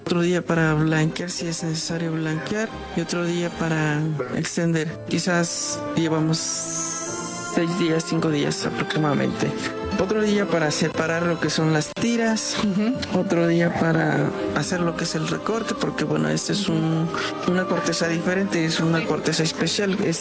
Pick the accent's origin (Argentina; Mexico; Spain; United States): Mexico; Puebla; Nosotros venimos de la Sierra Norte de Puebla, a los límites de Puebla e Hidalgo, y en nuestra comunidad nos dedicamos a hacer lo que es el papel amate.